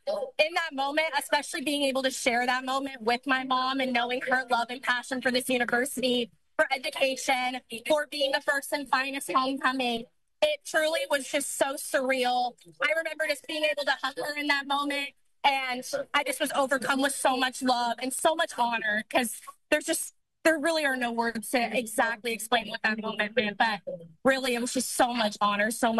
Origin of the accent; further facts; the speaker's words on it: Columbia, Missouri, United States; Yes, so I grew up in Columbia. I went to Rockbridge High School.